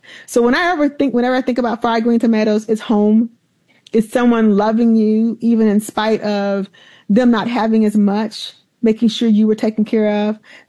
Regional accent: Alabama, United States; when I was a little girl, like I said, growing up in the South in Alabama

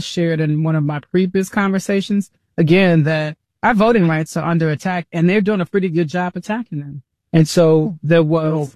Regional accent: Mississippi, United States; I actually attended, I got my master's from Mississippi State. That's my home state, and I got my master's from there. So very familiar with the SEC. I'm from here

